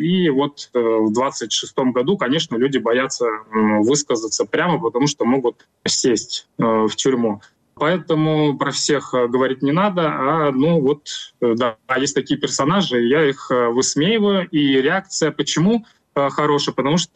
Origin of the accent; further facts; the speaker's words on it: Russia; moved away; потому что я сам россиянин, я до 25 года жил в России, в окружении меня все люди прекрасно все понимают.